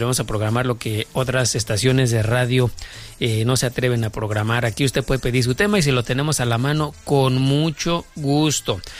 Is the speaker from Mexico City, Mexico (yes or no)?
yes; Mexico City, Mexico; Somos los chilangos, cara de changos.